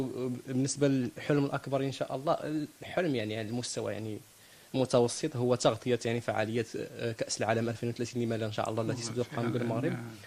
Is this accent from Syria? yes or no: no; Morocco; نحن مغاربه